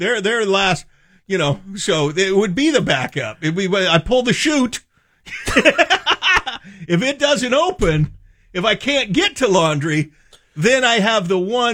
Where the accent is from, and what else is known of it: California, United States